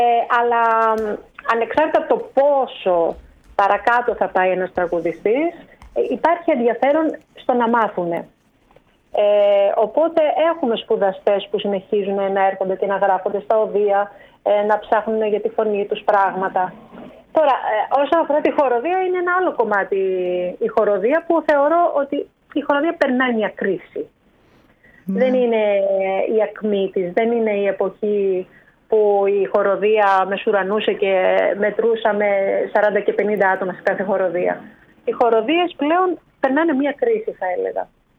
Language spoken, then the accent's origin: Greek; Agios Prokopios, Greece; Εγώ είμαι γέννημα θρέμα Αγίου του Αγίου Προκοπίου, του χωριού, είναι δηλαδή.